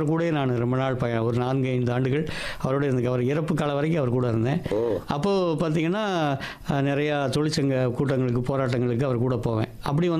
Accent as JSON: {"language": "Tamil", "town": "Kadayanallur", "region": "Tamil Nadu", "country": "India", "tie": "born there", "also_born_or_lived": "Madurai / Thirumangalam", "moved": "yes", "said": "ஐயா நான் வந்து என்னுடைய பூர்வீகம் வந்து கடையநல்லூர், அதாவது பழைய திருநெல்வேலி மாவட்டம், இப்போது கிடைக்கக்கூடிய தென்காசி மாவட்டம்."}